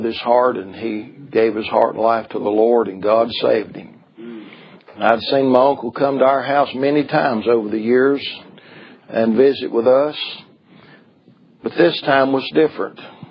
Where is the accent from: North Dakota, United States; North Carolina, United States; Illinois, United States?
North Carolina, United States; Salisbury; in my hometown of Salisbury, North Carolina